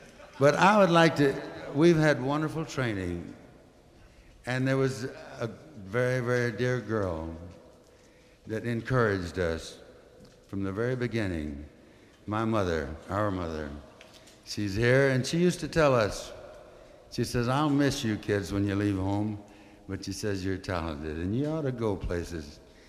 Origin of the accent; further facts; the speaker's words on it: Vernon, Texas, United States; You know, we're from Texas. My mother was raised in Electra, Texas, and then we moved to Vernon. That's where Charlie and I came on the scene.